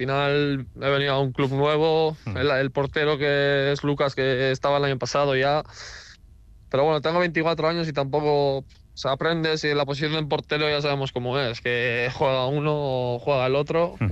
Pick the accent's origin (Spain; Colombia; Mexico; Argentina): Spain; Basque Country; Y me dejo ayer mi repre que soy el primer vasco en ganar la Copa de Portugal, ¿eh?